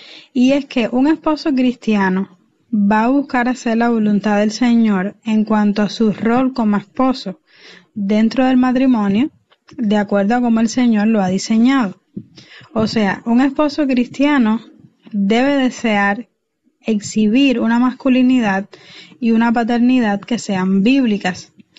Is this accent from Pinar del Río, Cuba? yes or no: yes; Pinar del Río, Cuba; desde Pinar del Río, Cuba, para El Faro de Redención.